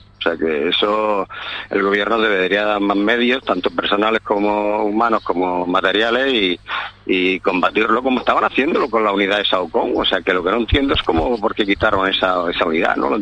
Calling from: Almería, Andalusia, Spain; en Almería, sí, en mi tierra.

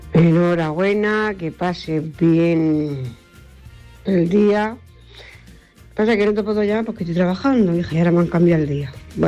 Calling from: Murcia, Region of Murcia, Spain; soy … de Murcia.

